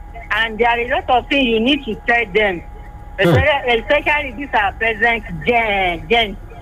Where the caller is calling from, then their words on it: Taiwan; from Taiwan.